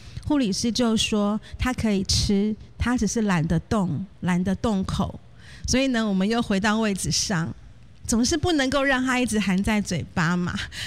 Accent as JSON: {"language": "Chinese", "town": "Da'an District", "region": "Taipei", "country": "Taiwan", "said": "我是来自于大安区"}